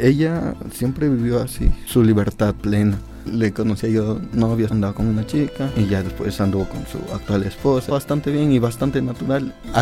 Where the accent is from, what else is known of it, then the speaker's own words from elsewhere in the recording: Oaxaca, Mexico; moved away; soy egresado del 2019 del Departamento de Zootecnia. Soy de Oaxaca, originario de la Sierra Norte, tengo 22 años.